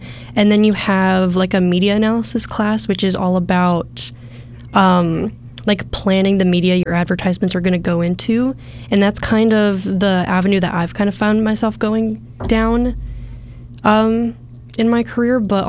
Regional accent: Columbia, South Carolina, United States; I'm from Columbia, South Carolina, and I'm a senior advertising major here at the University of South Carolina.

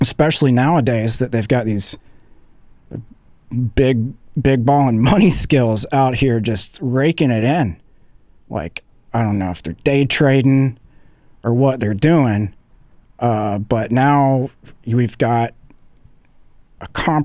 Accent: Columbia, South Carolina, United States; I've always thought that about my hometown of Columbia.

